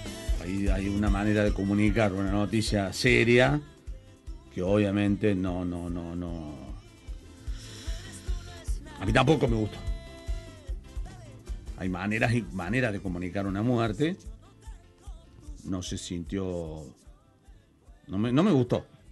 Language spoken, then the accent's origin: Spanish; Pozo del Molle, Córdoba, Argentina; Hola chicos … de Pozo del Moyo, hecho a Tony. Pero hoy los escucho desde acá de Córdoba.